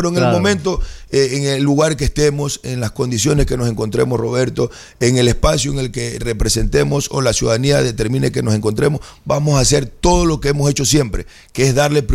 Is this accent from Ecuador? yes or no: yes; Chone, Manabí, Ecuador; also born or lived in Bahía de Caráquez / Montecristi; soy orgulloso de mi provincia. Soy nacido en Chone, vivo en Chone, tengo mi familia en Chone, mi trabajo en Chone, pero tuve la oportunidad de trabajar en Montecristi, en Ciudad Alfaro. Claro. En el año 2009, el 2010, tuve la oportunidad de vivir en Bahía de Caracas